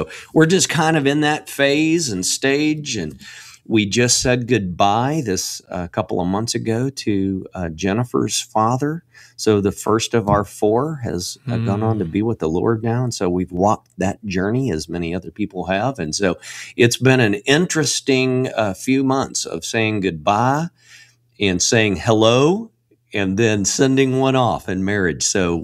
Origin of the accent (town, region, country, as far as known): Texas, United States; born or raised there